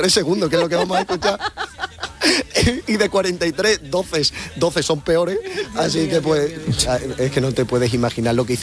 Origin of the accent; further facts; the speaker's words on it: Frigiliana, Andalusia, Spain; No, soy de Friquiliana. Y con orgullo, ¿eh?